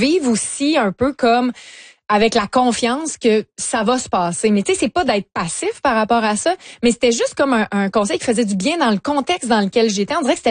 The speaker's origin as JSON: {"language": "French", "town": "Lévis", "region": "Quebec", "country": "Canada", "said": "Ben, moi, je viens de Lévis. Puis le premier, le OG oui. chocolat favori était sur la rue Bégin à Lévis."}